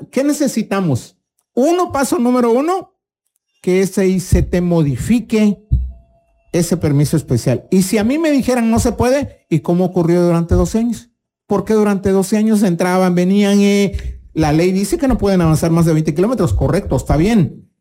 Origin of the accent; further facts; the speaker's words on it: Tapachula, Chiapas, Mexico; nosotros decíamos, venimos de Tapachula.